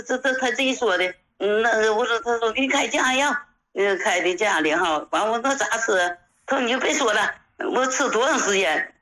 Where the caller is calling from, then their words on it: Fushun, Liaoning, China; 我是来自辽宁抚顺的。